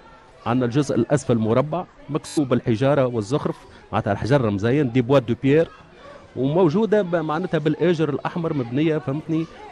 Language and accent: Arabic; Testour, Béja, Tunisia; السوق الشهير نتاعنا تاع تسطور